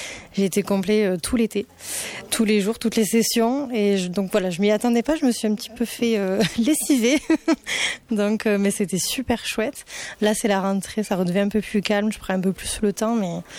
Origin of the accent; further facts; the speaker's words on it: Argelès-Gazost, Occitanie, France; Parce que moi, déjà, personnellement, j'habite pas loin. Enfin, je suis d'Argelès.